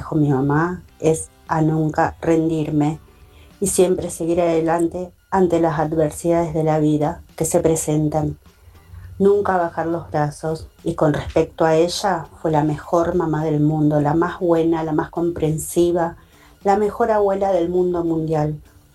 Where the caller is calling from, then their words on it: González Catán, Buenos Aires Province, Argentina; soy de González Catán.